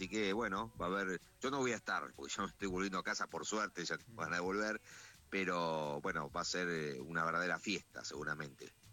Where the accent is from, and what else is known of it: Argentina; now in London, United Kingdom